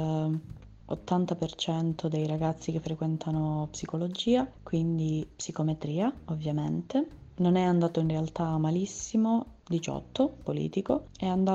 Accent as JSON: {"language": "Italian", "town": "Catanzaro", "region": "Calabria", "country": "Italy", "said": "vengo da Catanzaro"}